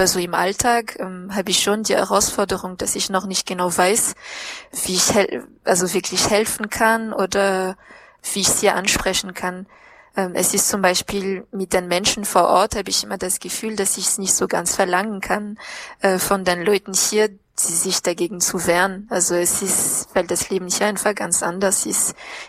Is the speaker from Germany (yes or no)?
no; Madagascar; now in Antananarivo, Madagascar; Ich komme aus dem Südosten Madagaskars, aber ich bin gerade in der Hauptstadt